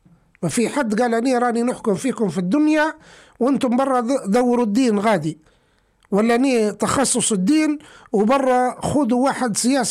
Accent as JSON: {"language": "Arabic", "country": "Libya", "said": "حتى أنا ليبي عايش في ليبيا"}